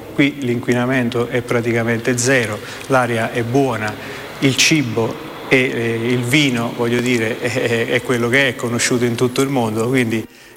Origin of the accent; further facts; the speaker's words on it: Sant'Angelo all'Esca, Campania, Italy; io ho sperato sin da quando ero bambino di vivere a Sant'Angelo. Ho avuto la fortuna di trovare la mia collocazione a Sant'Angelo